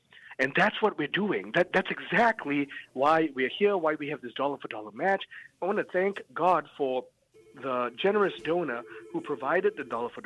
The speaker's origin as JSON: {"language": "English", "region": "Kuala Lumpur", "country": "Malaysia", "second_language": "English", "said": "Because as most of you know, Debbie and Ron know this about me, I'm from Kuala Lumpur, Malaysia. I shouldn't be Catholic right now."}